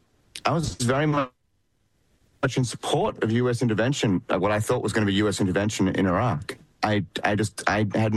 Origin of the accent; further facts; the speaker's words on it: Australia; Well, I'm Australian, by the way, so I do this weird thing where I'll speak about us and the Americans.